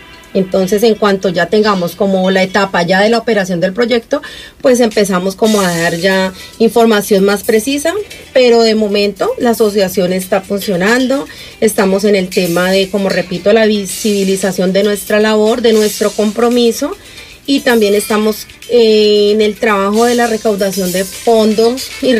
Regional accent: Colombia; moved away as an adult; now in Zaragoza, Spain; soy colombiana

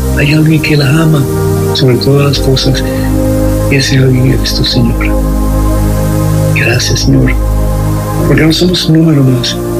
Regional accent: Cuba; nos ayudes en este tiempo difícil de nuestra vida, como cubanos y como latinoamericanos

